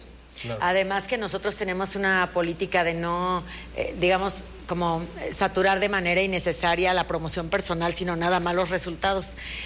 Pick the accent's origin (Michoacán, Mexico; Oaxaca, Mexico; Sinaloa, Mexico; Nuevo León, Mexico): Michoacán, Mexico; Morelia; soy moreliana, tengo aquí mi corazón, mis hijos aquí nacieron, aquí estudian, toda mi familia está aquí, no me pienso ir a ningún lado, quiero dejar una diferencia aquí en mi terruño querido.